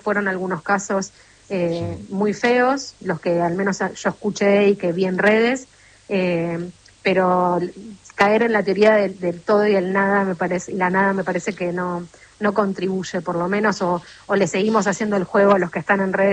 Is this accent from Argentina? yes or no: yes; Argentina; Se notaba un poco de hostilidad, pero nada fuera de las cargadas futbolísticas a las que uno ya está acostumbrado, uno siendo argentino